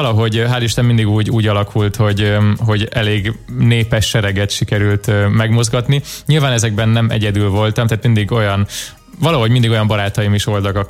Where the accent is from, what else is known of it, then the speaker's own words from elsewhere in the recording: Nova, Zala, Hungary; Alapvetően egy picike faluban nőttem fel Nován, és a szüleim mindig is nyüzsgő emberek voltak